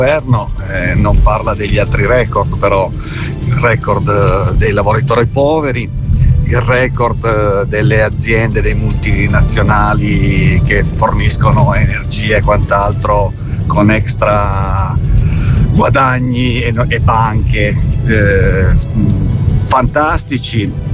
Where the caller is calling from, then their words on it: Turin, Piedmont, Italy; da Torino